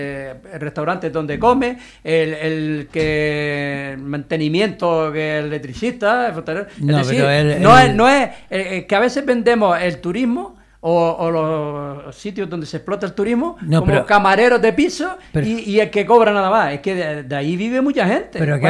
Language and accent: Spanish; Canary Islands, Spain; Donde yo nací y en la Lechuza, y en aquel colegio trabajé yo pequeñito, con 14 años